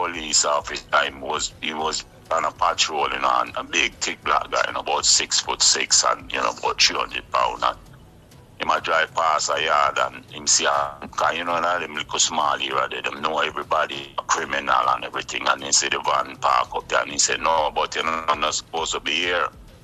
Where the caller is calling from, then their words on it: London, United Kingdom; Yeah, good morning, sir. I'm calling you from London, you know. First time calling, you know.